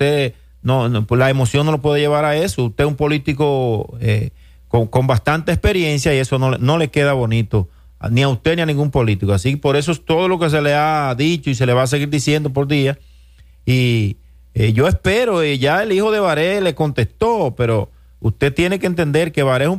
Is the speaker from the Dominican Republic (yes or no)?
yes; Dominican Republic; contento y orgulloso como dominicano